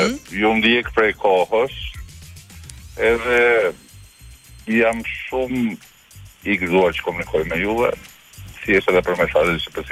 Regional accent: Pogradec, Korçë County, Albania; Unë pas jam lindur dhe banos

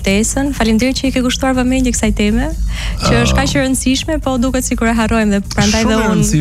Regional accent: Tirana, Tirana County, Albania; Jam lindur rritur këtu, kështu që po, s'kish përjarën e kam nga Dibra.

